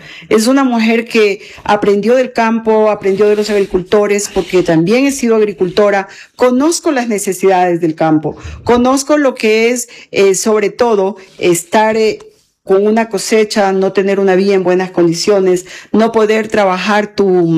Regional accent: Montalvo, Los Ríos, Ecuador; He vivido ahí que casi 30 años. No nací en Montalvo, soy una montalvina de corazón, sobre todo.

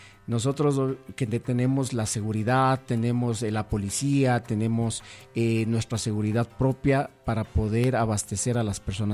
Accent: Ecuador; la identidad como ecuatorianos que tenemos

